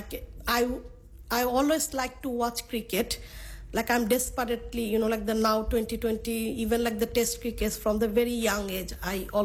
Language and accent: English; Bangladesh; English is a second language; now in Australia; Then when I said I'm from Bangladesh, some might not know where is Bangladesh or not here.